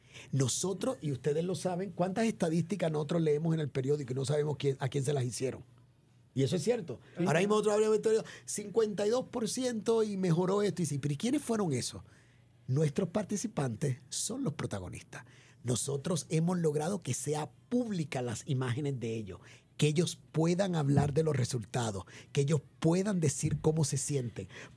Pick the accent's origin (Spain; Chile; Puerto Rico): Puerto Rico; now in United States; yo que soy boricua, aunque llevo mucho tiempo allá y algunas veces el acento, que siempre pido disculpas si digo alguna palabra incorrecta, porque pues hablo más en inglés allá que en español